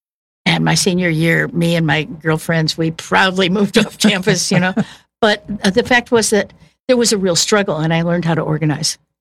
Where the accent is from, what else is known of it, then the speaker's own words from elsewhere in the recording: Chicago, Illinois, United States; now in Kansas City, United States; I was originally from Chicago. And I started looking to move back closer to Chicago. My parents were getting older. And so I found a job in Kansas City in a factory.